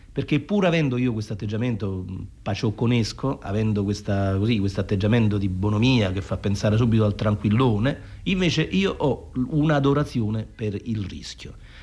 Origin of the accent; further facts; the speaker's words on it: Southern Italy, Italy; born there; Essendo nato invece in Italia e nel sud soprattutto